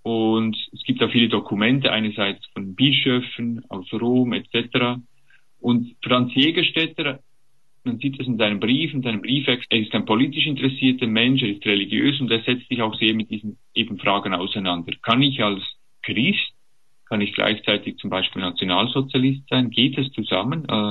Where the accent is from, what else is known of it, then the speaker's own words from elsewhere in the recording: Switzerland; als Schweizer